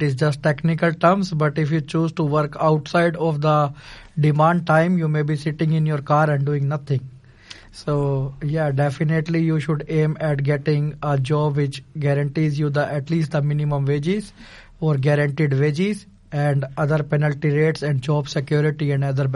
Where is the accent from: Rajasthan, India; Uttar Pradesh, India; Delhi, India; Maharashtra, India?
Delhi, India; Yes, I'm from Delhi, yes.